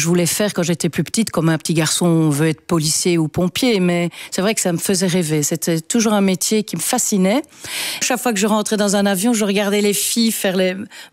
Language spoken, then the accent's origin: French; Wallonia, Belgium; moi, je dis toujours que je suis wallon.